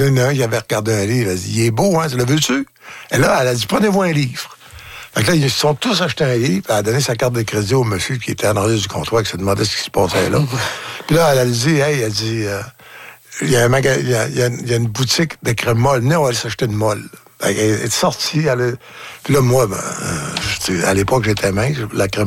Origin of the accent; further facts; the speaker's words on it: Falardeau, Quebec, Canada; Encore là, je dis, c'est fou à dire, mais je viens de Falardeau.